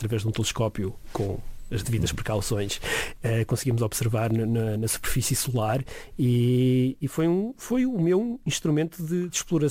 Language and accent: Portuguese; Guarda, Portugal; o famoso borrego da Serra da Marofa, de onde cresci, e adoro a carne de borrego.